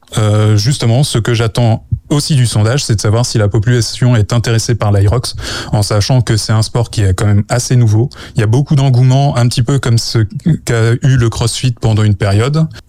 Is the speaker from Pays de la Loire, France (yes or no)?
yes; Arnage, Pays de la Loire, France; je suis originaire d'Arnage.